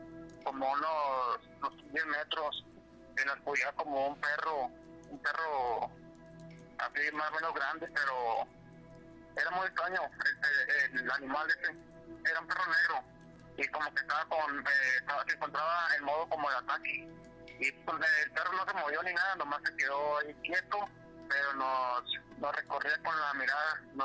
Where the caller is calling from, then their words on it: Tijuana, Baja California, Mexico; porque yo vivo en Tijuana, de hecho.